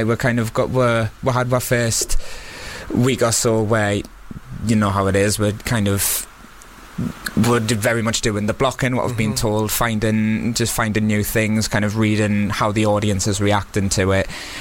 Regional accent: Newcastle, North East England, United Kingdom; moved away as an adult; now in London, United Kingdom; I'm originally from Newcastle. You can probably tell.

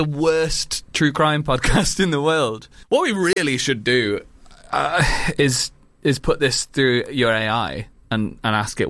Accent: Leeds, Yorkshire and the Humber, United Kingdom; I'm from Leeds.

